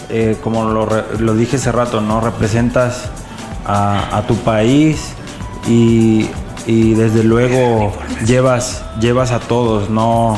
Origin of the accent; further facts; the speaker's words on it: Mexico; El himno nacional como mexicano